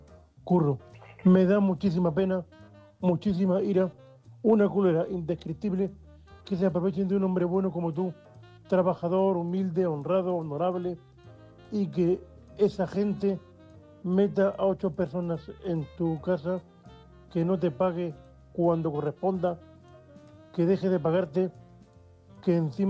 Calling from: Murcia, Region of Murcia, Spain; de Murcia.

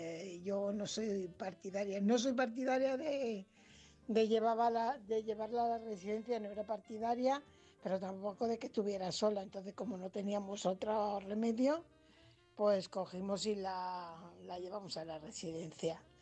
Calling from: Fuenlabrada, Community of Madrid, Spain; corresponsal de Fuenlabrada.

